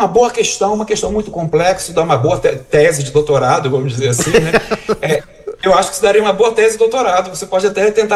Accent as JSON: {"language": "Portuguese", "region": "Rio de Janeiro", "country": "Brazil", "tie": "born or raised there", "said": "Eu sou de Campo Grande, sou nascido e criado no, na Zona Oeste"}